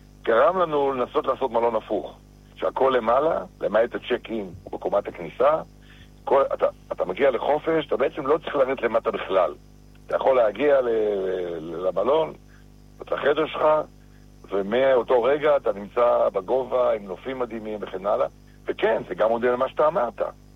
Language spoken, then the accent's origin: Hebrew; Eilat, Southern District, Israel; אנחנו אוהבים את אילת, גדלנו באילת, נולדנו באילת